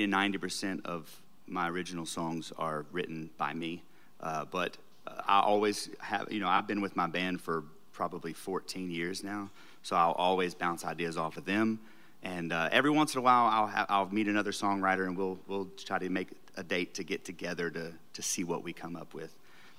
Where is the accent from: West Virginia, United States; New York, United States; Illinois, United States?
West Virginia, United States; Oak Hill; moved away as an adult; also born or lived in Clarksburg, West Virginia / Knoxville, Tennessee; now in Maryville, United States; I was born in Clarksburg, northern West Virginia, and I was raised in Oak Hill, West Virginia, right by the New River Gorge Bridge.